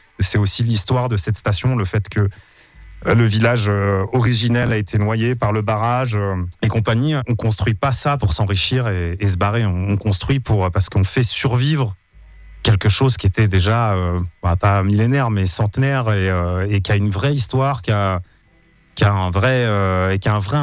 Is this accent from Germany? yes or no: no; Val d'Isère, Auvergne-Rhône-Alpes, France; born or raised there